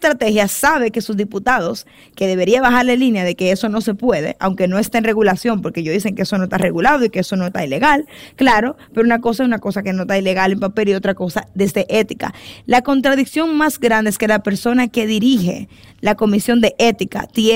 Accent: Santo Domingo Oeste, Santo Domingo, Dominican Republic; yo soy de Santo Domingo Oeste

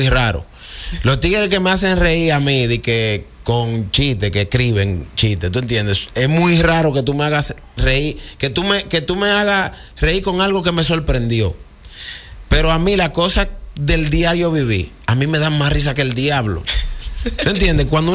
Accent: Puerto Rico; born there; Yo nací en Puerto Rico.

